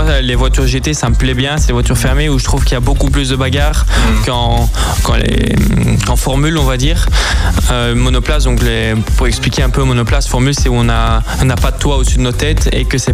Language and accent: French; Belgium; En tant que Belge